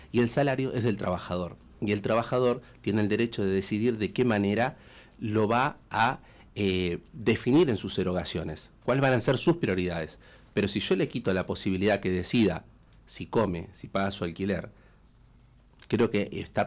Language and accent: Spanish; Caleta Olivia, Santa Cruz, Argentina; born there; yo que soy nacido en Caleta